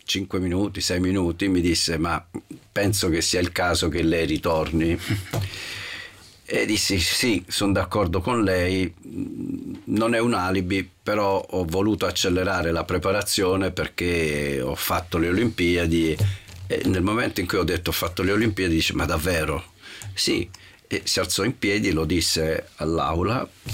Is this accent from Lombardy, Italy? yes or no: yes; Milan, Lombardy, Italy; A Milano, sì, però io sono cresciuto a Milano.